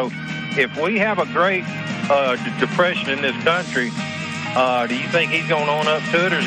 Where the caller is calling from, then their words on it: Arkansas, United States; Good evening, Al. … in Arkansas.